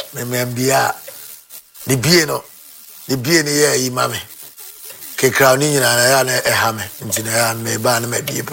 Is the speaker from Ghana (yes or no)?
yes; Ghana; u think, say, as a Ghanaian, I will follow the blasters of Ghana?